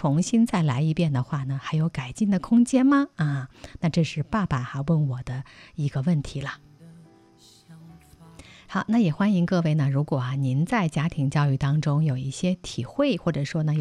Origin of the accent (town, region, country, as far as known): China